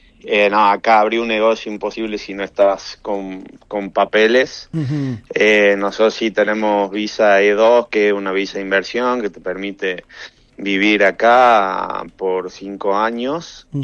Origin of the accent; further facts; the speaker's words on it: Tucumán, Argentina; moved away as an adult; now in Kansas, United States; tucumano. Junto a mi esposa hace 3 años y medio que estamos ya acá